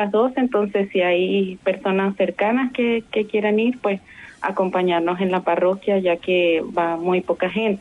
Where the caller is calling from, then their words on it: Santiago, Santiago Metropolitan, Chile; Desde Estación Central.